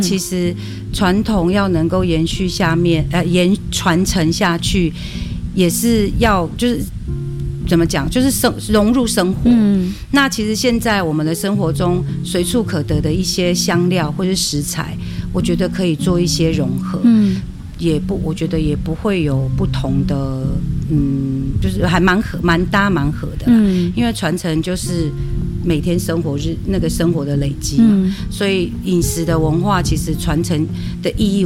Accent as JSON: {"language": "Chinese", "region": "Taitung County", "country": "Taiwan", "tie": "born or raised there", "said": "我们从我们土生土长，我们吃了我们在地的野菜之后，你才会知道说德拉南土地的香气是怎么样。"}